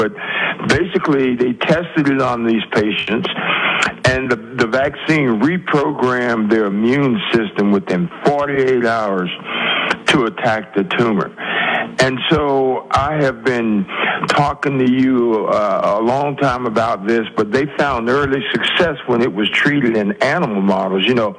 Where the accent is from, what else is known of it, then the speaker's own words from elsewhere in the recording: Gainesville, Florida, United States; born there; down the road a little bit where I was born in Gainesville